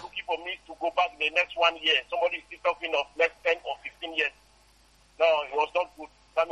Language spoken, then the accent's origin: English; Lobe Estate, Southwest Region, Cameroon; I was born and grew up in his area. I was born in Lobe Estate.